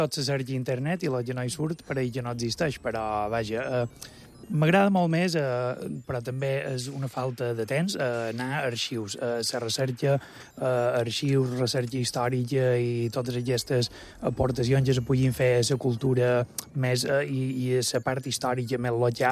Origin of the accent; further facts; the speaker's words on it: Felanitx, Balearic Islands, Spain; Jo vaig anar a escola a Felanitx, a Sant Alfons